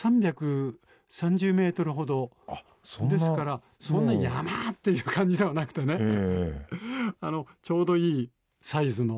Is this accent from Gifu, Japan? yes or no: yes; Gifu, Japan; now in Tokyo, Japan; ふるさとの岐阜